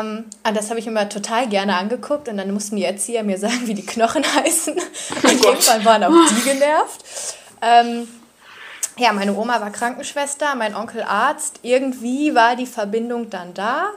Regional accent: North Rhine-Westphalia, Germany; Ich bin 20, ich komme aus dem Ruhrgebiet und lebe mit meinem Mann hier zusammen.

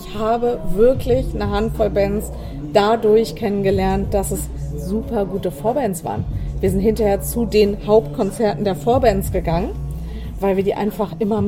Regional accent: Lower Saxony, Germany; moved away; ich bin damals nicht in Hamburg zur Schule gegangen. Ich komme aus einer kleinen Stadt in Niedersachsen

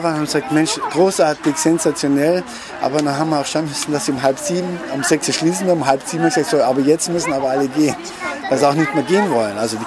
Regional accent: Bavaria, Germany; now in Hungary; Und als ich wieder zurück war, ich habe eben bei uns in Bayern gab es immer, ich war ja Western-Fan, ich tue Western-Reiten schon über 20 Jahren.

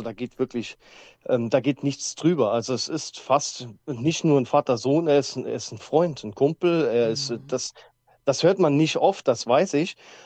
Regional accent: Saarburg, Rhineland-Palatinate, Germany; ich komme aus dem Raum Saarburg. Das ist in der Nähe von Trier, Grenze Luxemburg-Frankreich, wenn es einer kennt.

